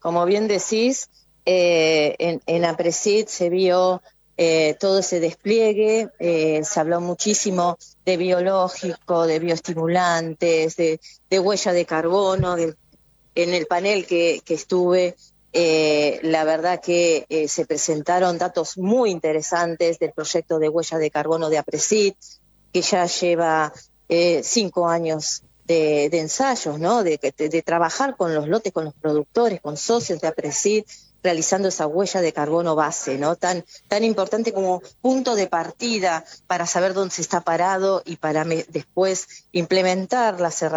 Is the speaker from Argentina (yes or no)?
yes; Argentina